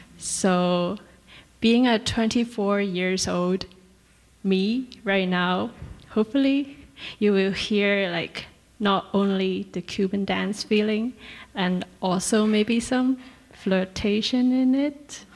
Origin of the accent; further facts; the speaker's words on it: Hong Kong; I'm from Hong Kong.